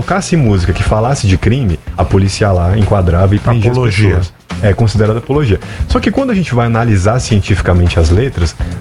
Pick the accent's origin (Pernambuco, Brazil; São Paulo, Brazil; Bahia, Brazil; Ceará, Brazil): Bahia, Brazil; Na verdade, eu sou baiano.